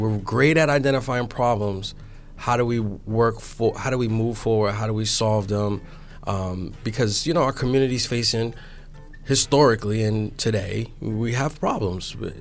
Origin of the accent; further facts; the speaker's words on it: Boston, Massachusetts, United States; Originally I'm from Boston, Massachusetts, Roxbury to be exact.